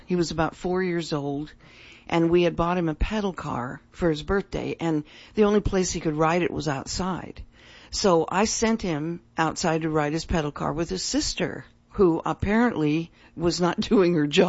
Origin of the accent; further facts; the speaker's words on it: California, United States; moved away as an adult; now in Tahlequah, United States; I was raised in California, and we left almost, 50 years ago.